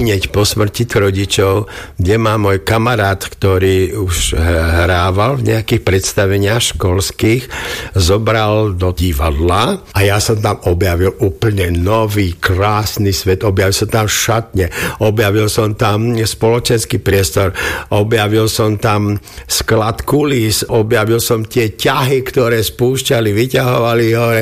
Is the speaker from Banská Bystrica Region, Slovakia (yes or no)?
no; Senica, Trnava Region, Slovakia; Ja som sa narodil doma v Senici, ale bývam na 17. mieste v Senici.